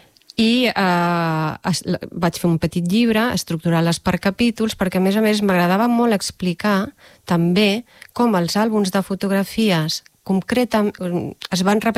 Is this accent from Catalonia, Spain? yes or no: yes; Catalonia, Spain; Jo he crescut i he nascut en el barri Bonavista, que en el seu moment es deia el Congo, que és un barri que va néixer l'any 62, on arriben les primeres famílies.